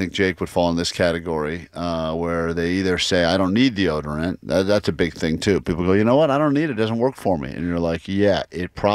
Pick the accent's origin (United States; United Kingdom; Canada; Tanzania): United States; East Coast; I mean, I guess I grew up in humidity on the East Coast